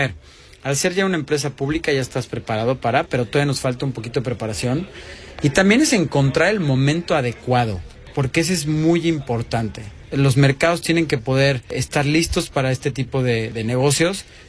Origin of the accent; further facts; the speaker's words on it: Mexico; nosotros, que somos emprendedores mexicanos